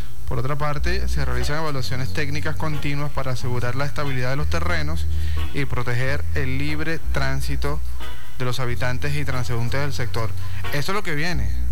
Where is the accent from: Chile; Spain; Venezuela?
Venezuela